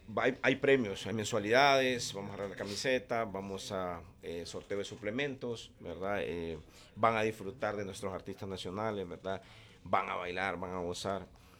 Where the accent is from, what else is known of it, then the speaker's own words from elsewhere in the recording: Honduras; ¿de dónde sos? De Honduras.